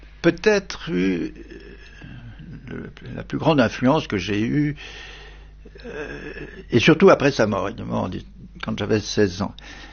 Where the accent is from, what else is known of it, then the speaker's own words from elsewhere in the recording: Saint-Genis-Laval, Auvergne-Rhône-Alpes, France; born there; 24 juin 1923, il y a donc très longtemps, et je suis né dans la banlieue de Lyon, Saint-Genis-Laval.